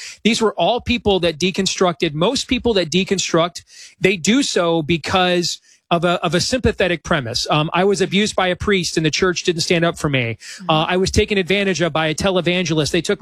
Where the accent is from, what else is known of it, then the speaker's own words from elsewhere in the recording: Iowa, United States; here in my home state of Iowa